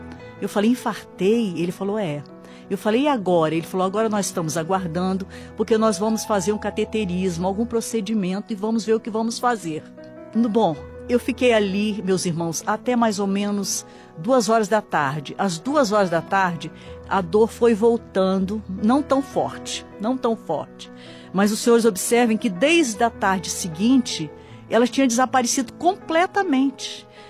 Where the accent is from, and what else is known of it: Espírito Santo, Brazil; born there; now in São Paulo, Brazil